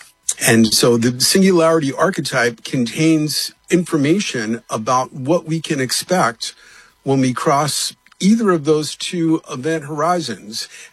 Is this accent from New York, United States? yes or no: yes; Bronx, New York, United States; And then when I grew up in the Bronx, I grew up listening to the Long John Neville show